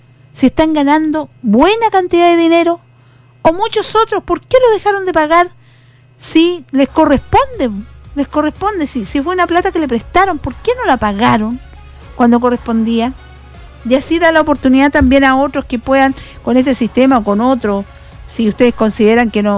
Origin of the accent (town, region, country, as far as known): Chile